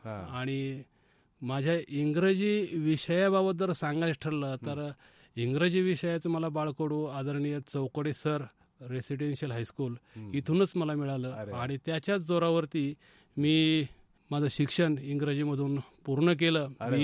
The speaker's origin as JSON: {"language": "Marathi", "town": "Pimpalgaon Malvi", "region": "Maharashtra", "country": "India", "tie": "born or raised there", "said": "मी ग्रामीण भागातलाच एक खेळाडू आहे. माझं गावाचं नाव पिंपळगाव माळवी, जवळच आहे डोंगरगण रोडला. माझं बालपण जे आहे ते माझ्या गावामध्येच गेलं."}